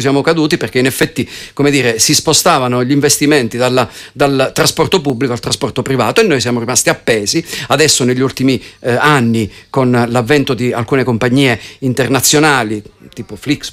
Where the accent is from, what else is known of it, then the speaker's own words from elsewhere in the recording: Trebisacce, Calabria, Italy; Anch'io sono di Trebisaccio e partecipo con piacere a questa trasmissione